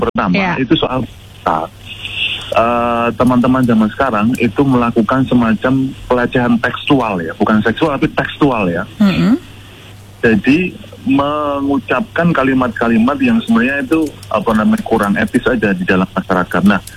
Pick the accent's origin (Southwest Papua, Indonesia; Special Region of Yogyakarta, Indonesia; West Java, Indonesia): Special Region of Yogyakarta, Indonesia; Yogyakarta